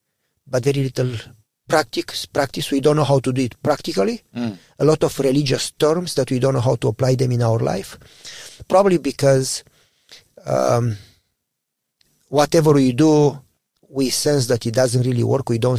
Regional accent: Romania; now in United States; Originally from Romania.

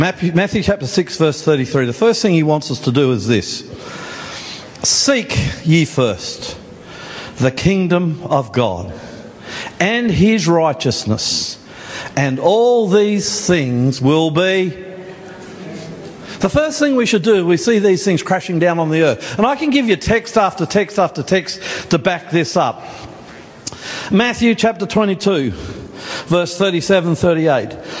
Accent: Brisbane, Queensland, Australia; now in Sydney, Australia; I'm from Brisbane, for better or worse. I said to you the other day, I kind of feel like my hometown now is Sydney.

